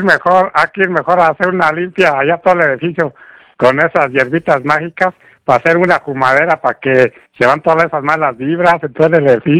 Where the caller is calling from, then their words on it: Juan Aldama, Zacatecas, Mexico; de aquí de mi pueblo, que es Juan Aldama, Zacatecas